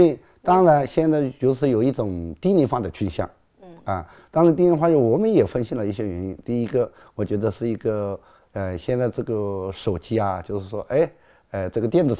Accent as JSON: {"language": "Chinese", "region": "Hunan", "country": "China"}